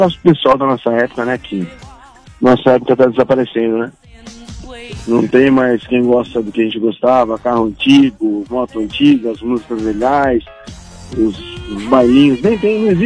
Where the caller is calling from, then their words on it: São Roque, São Paulo, Brazil; É que eu tô na Castelo Branco, vim de São Roque, moro em São Roque, trabalho em São Paulo